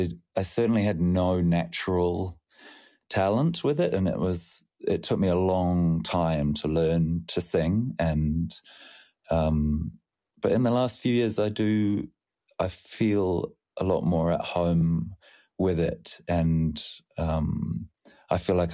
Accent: New Zealand; particularly when I was younger and growing up in New Zealand, and there weren't many songwriters around in Australasia that I really sort of aspired to be.

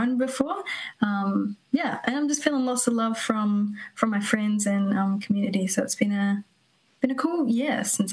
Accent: New Zealand; growing up in New Zealand and being a young female, Kate Shepherd was the woman's advocate that got the woman's right to vote in New Zealand

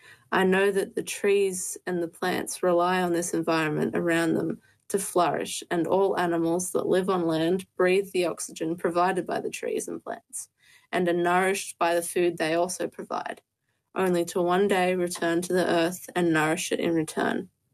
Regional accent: Sydney, New South Wales, Australia; moved away as an adult; now in Tamworth, Australia; I grew up in South Sydney. I was born there, raised there, and it was only a year after writing this piece I actually moved to Tamworth, which is pretty much the centre of Gamilaroi land.

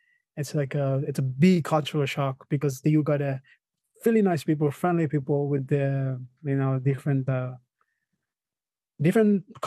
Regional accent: Papua New Guinea; English is a second language; They thought that I'm from from Brazil or other places. I don't know how they, you know. Then when I told them PNZ, it's like, where is PNZ? Or sometimes when people know Papua New Guinea

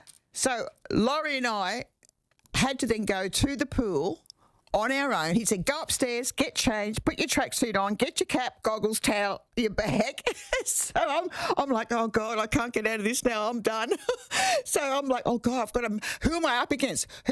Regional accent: Brisbane, Queensland, Australia; hey, it's Brisbane, it's my hometown.

